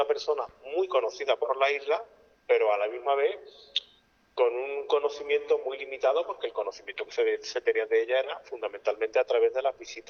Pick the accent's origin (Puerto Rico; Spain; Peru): Spain; Seville, Andalusia; Estás buscando un poco un paralelismo con mi ciudad natal, con Sevilla.